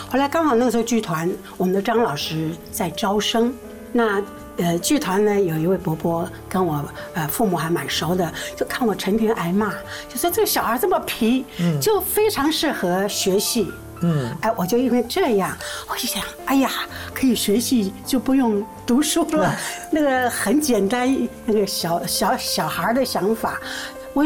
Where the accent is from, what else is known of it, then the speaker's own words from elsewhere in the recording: Taiwan; first language Southern Min; Chinese is a second language; 我是台湾土生土长的，有很多人呢、很多观众朋友啊，都以为我是大陆过来的，其实因为听我这个口音吧，